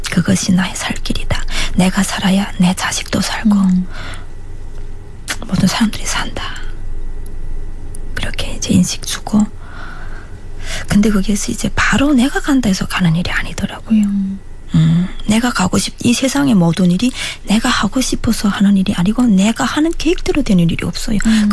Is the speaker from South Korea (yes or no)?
no; North Korea; 그래서 제가 북한 사람이다 이렇게 인정했어요.